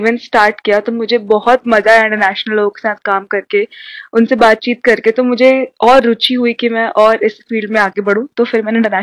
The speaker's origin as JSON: {"language": "Hindi", "town": "Narsinghpur", "region": "Madhya Pradesh", "country": "India", "moved": "as an adult", "lives_now": "Indore, India", "said": "मैं नरसिंहपुर से हूँ, जो जबलपुर के पास आता है, और मैंने अपना ग्रेजुएशन भी इंदौर से ही किया है।"}